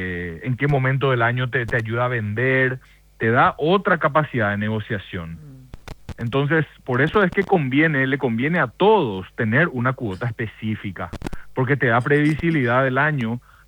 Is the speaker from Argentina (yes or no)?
no; Paraguay